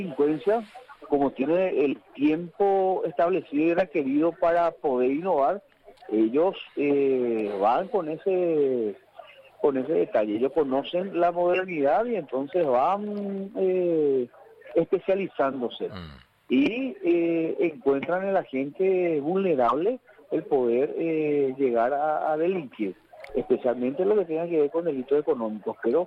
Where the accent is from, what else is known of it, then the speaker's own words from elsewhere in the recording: Paraguay; soy muy de verano, soy muy paraguayo.